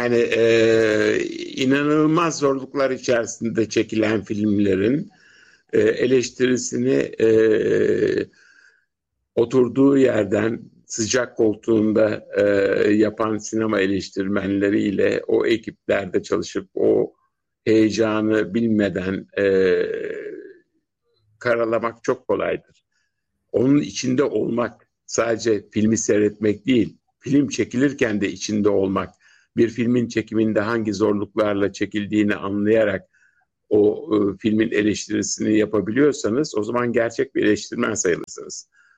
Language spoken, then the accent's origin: Turkish; Karşıyaka, İzmir, Turkey; Şöyle ben Karşıyaka'lıyım. Babam Karşıyaka'da İpek sinemalarının işletmecisiydi.